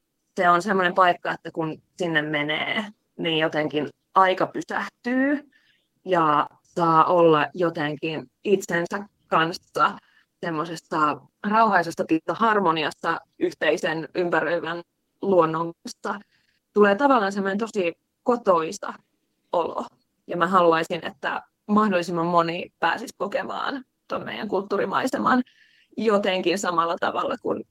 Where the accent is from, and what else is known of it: Lapinlahti, North Savo, Finland